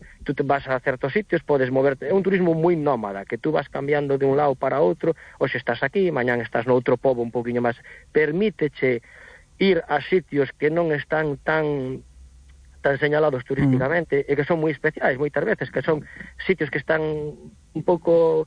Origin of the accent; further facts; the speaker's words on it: Redondela, Galicia, Spain; Eu son de Redondela, saímos hacia Mellora, hacia Porto Novo, Grove, saímos por zonas cercanas.